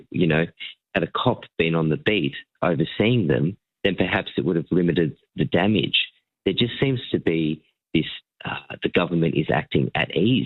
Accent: Victoria, Australia; I'm from Victoria.

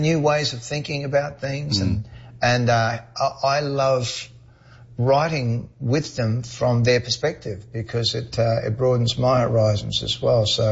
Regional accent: Queensland, Australia; moved away; in Queensland, of all places, very near to my hometown.

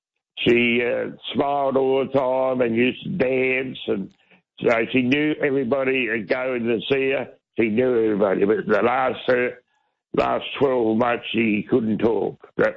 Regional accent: Port Pirie, South Australia, Australia; I come from Port Pirie, packed the suitcase and brought her down Adelaide

